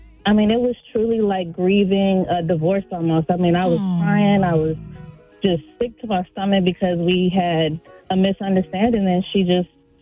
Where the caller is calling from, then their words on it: Richmond, Virginia, United States; from Richmond, Virginia.